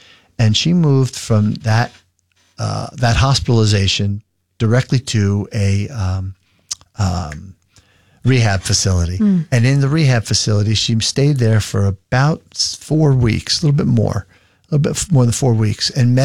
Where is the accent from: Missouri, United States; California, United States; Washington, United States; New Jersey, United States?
New Jersey, United States; Edison; But we found a fantastic one in the town that I grew up in Edison, New Jersey.